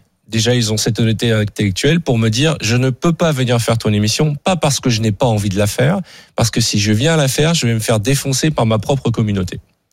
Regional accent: France; je suis français et juif

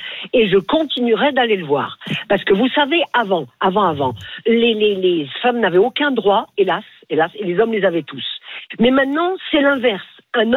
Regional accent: Lyon, Auvergne-Rhône-Alpes, France; chez moi, la LDLC Arena à Lyon, parce que j'habite dans l'Ain, mais je suis lyonnaise.

